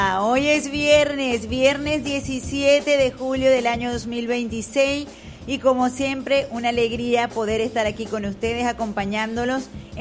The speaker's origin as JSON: {"language": "Spanish", "country": "Venezuela"}